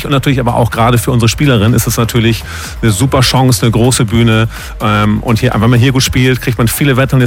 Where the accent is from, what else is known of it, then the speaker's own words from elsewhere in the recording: Itzehoe, Schleswig-Holstein, Germany; Es ist zu Hause in Hamburg, ich komme aus Itzehoe, ich bin Norddeutscher.